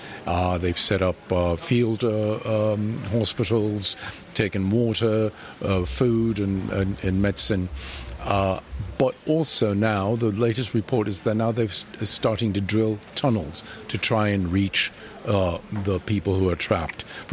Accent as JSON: {"language": "English", "country": "Colombia", "said": "I come from Colombia, and it's a land of earthquakes."}